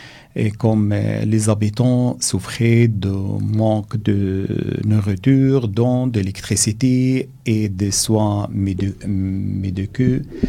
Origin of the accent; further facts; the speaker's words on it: Gaza, Gaza Strip, Palestine; French is a second language; moved away as an adult; now in Belgium; Et moi, je suis palestinienne de Gaza. Je suis venue ici depuis... Je suis arrivée en Belgique depuis presque 12 ans et demi.